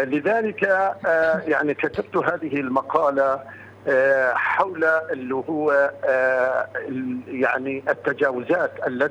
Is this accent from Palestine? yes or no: yes; Palestine; إحنا كشعب فلسطيني في فلسطين